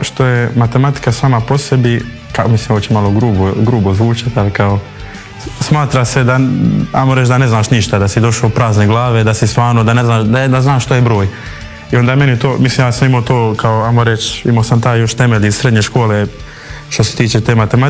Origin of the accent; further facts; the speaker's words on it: Dubrovnik, Dubrovnik-Neretva County, Croatia; ja sam tu iz Dubrovnika